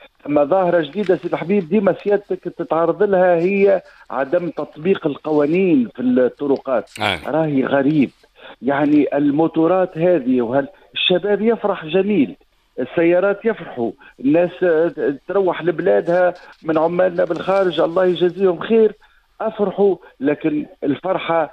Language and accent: Arabic; Tunisia